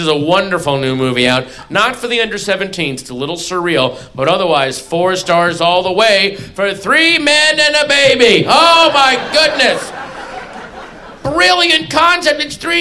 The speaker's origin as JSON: {"language": "English", "town": "Sterling", "region": "Virginia", "country": "United States", "tie": "born or raised there", "moved": "yes", "said": "I grew up in Sterling, Virginia. Actually, you know what? That isn't even accurate. Because Sterling, Virginia didn't even have enough identity to have like a... It was a planned community."}